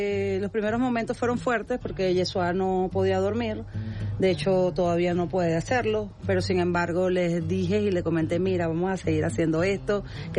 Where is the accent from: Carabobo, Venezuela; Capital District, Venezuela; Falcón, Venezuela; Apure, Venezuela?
Falcón, Venezuela; Tucacas; now in La Guaira, Venezuela; yo vengo de Tucacas, Estado Falcón, orgullosa de ser de Tucacas, porque ahí también crecí desde los 14 años, y crecí viendo cómo puedo apoyar a ese pueblo.